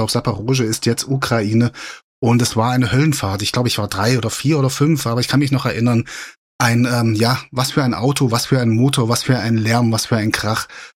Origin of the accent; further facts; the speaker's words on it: Halle, Saxony-Anhalt, Germany; geboren in Halle, Saale, ja, meiner Heimatstadt, wo ich aufgewachsen bin